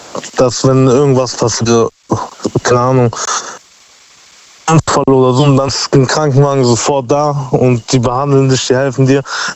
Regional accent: Turkey; also born or lived in Germany; Ich sehe mich schon so als Türke, aber wenn ich mal dort bin, da bin ich immer noch so der Deutsche.

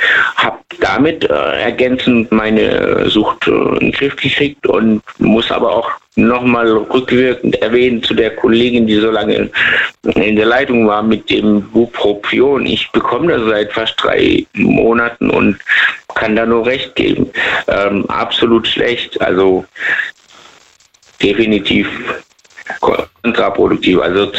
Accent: Lebanon; Ich komme auch aus dem Libanon, also da ist es auch leider.

